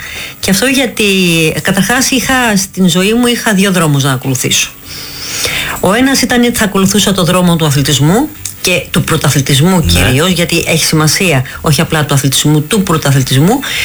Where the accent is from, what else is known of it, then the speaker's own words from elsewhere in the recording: Patras, Western Greece, Greece; έμενα στη Ταραμπούρα και πήγα μόνη μου, παιδάκι, στο εθνικό στάδιο της Πάτρας